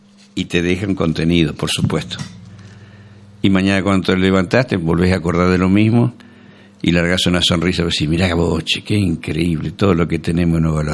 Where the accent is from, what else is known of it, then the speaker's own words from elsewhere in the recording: Buenos Aires Province, Argentina; Nosotros cuando escuchamos chamamé, siendo bonaerense, nos sentimos re felices